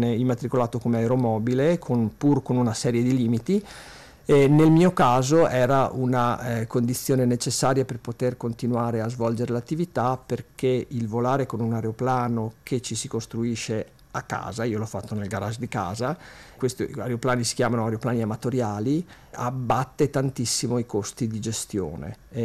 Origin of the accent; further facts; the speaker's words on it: Trento, Trentino-Alto Adige, Italy; Io ricordo da bambino, abitando a Mattarello, ero vicino all'aeroporto